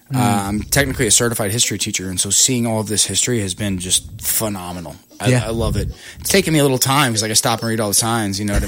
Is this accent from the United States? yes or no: yes; Midwest, United States; now in Kansas City, United States; Yeah, so I'm from the Midwest. You know what I mean? I've never been out here.